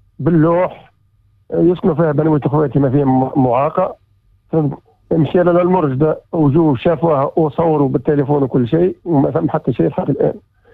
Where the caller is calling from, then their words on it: Tunisia; معك مواطن من علق.